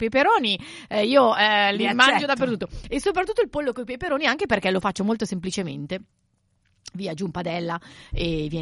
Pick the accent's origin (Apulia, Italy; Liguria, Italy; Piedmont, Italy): Liguria, Italy; mi ricordo che c'era da noi la sagra del minestrone. In Liguria